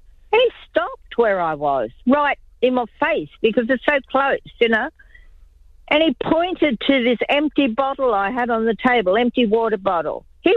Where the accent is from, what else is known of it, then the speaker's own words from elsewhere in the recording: Sydney, New South Wales, Australia; also born or lived in St George area, Sydney; now in Sydney, Australia; I was brought up in Peakhurst, so Hurstville was the closest shopping centre.